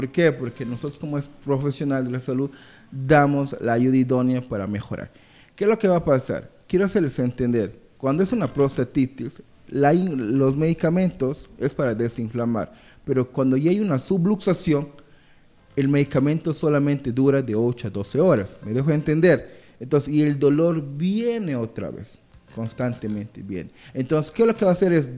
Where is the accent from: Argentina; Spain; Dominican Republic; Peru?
Peru; now in Colombia; Soy médico peruano.